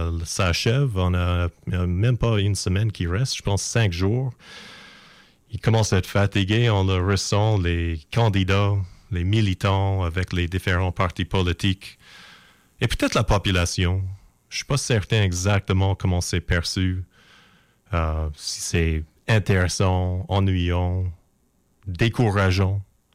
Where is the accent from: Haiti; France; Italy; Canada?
Canada; Alberta; now in Quebec City, Canada; Personnellement, j'ai grandi en Alberta.